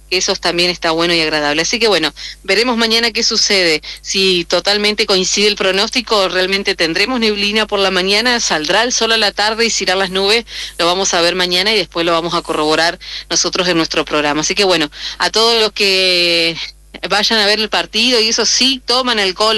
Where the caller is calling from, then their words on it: Argentina; Sí me voy a alegrar de que Argentina gane, por supuesto, porque soy argentina.